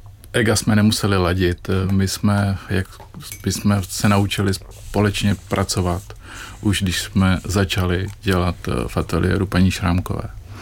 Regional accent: Sudetenland, Czechia; já jsem ze Sudet a pořád do těch Sudet patřím, já to tak vnímám.

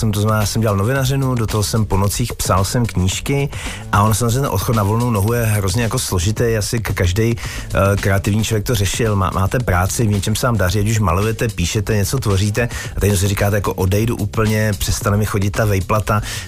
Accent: Sudetenland, Czechia; jsem ze Sudet, jsem Sudeťák, prostě jsem z té oblasti

